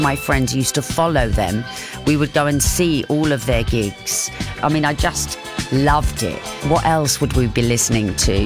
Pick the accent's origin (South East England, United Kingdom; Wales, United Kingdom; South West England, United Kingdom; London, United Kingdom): London, United Kingdom; Ilford; because I was born in Ilford. We lived in Clay Hall up until I was about 11, 12, 13.